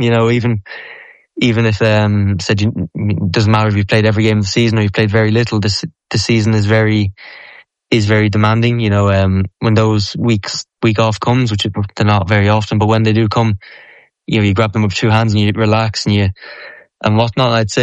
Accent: Drogheda, Leinster, Ireland; moved away as an adult; also born or lived in Aurillac; I grew up in Drogheda. It's only, Drogheda is big enough in itself, but we're only 25, 30 minutes from Dublin.

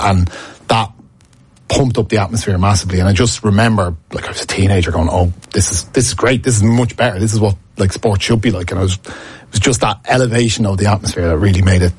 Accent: County Dublin, Ireland; And I'm from Rathgull, so they're my local professional club.

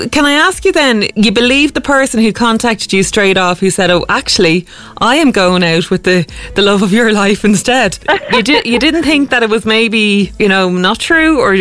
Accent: Ireland; I am Irish.

